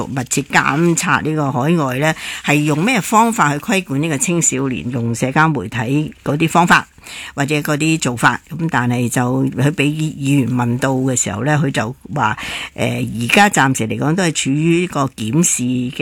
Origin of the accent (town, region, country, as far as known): Hong Kong